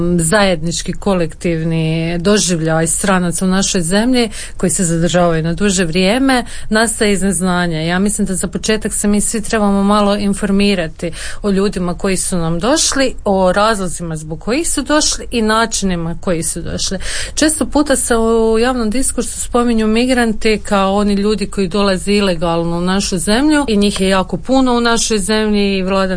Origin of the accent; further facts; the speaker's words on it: Dubrovnik, Dubrovnik-Neretva County, Croatia; now in Zagreb, Croatia; Recimo, ja sam migrirala iz Dubrovnika u Zagreb